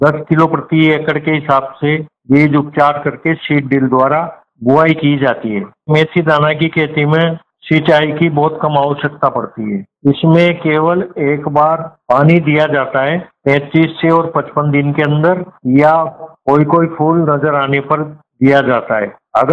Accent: Gulkhedi, Rajasthan, India; गांव गुलखेड़ी, तहसील चिपावड़ो, जिला बारा का रहने वाला हूँ।

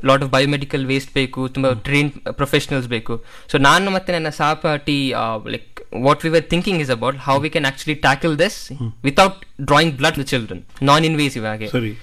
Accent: Srirangapatna, Karnataka, India

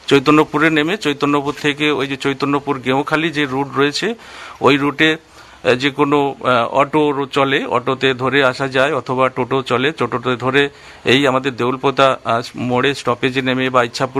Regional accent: West Bengal, India; আমাদের গ্রামটি খুব মনোরম গ্রাম, যে গ্রামীণ যে পরিবেশ সেই গ্রামীণ পরিবেশ রয়েছে। তো এখানে এই যে ঐতিহ্যপূর্ণ গ্রাম, এই গ্রামটি মহিষাদলের যে ইতিহাস, যে মহিষাদলের যে রাজবাড়ি, সেই ইতিহাসের সঙ্গেও

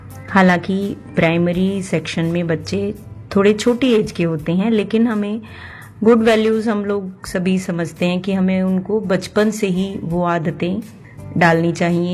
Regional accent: Delhi, India; मैं दिल्ली से हूँ।

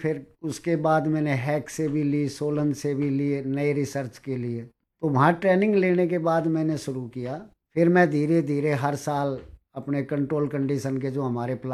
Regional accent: Delhi, India; मैं दिल्ली का रहने वाला हूँ तो यहाँ मैं बना नहीं सकता

